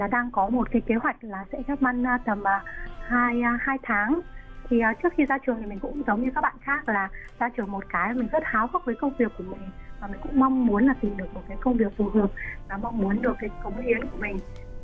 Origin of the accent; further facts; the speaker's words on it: Lạng Sơn, Vietnam; Mình quê ở Lạng Sơn.